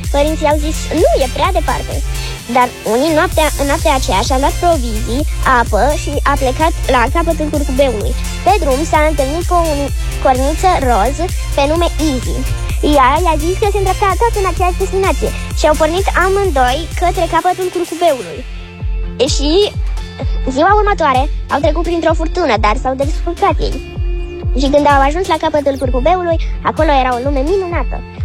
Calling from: Iași, Iași County, Romania; din Iași, am 8 ani.

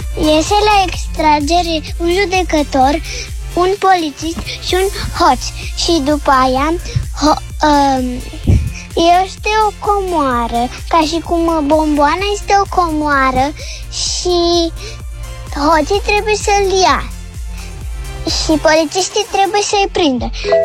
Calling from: Constanța, Constanța County, Romania; din Constanța, am 6 ani

